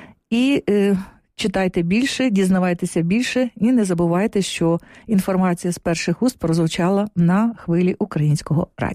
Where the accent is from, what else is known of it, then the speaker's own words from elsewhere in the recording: Ternopil Oblast, Ukraine; Чим живе моє рідне Тернопілля?